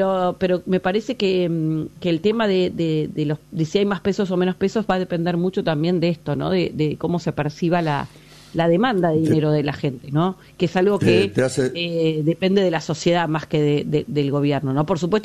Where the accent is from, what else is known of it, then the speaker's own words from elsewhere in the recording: Argentina; acostumbrados los argentinos y sobre todo los de mayor edad, que hemos atravesado tantas crisis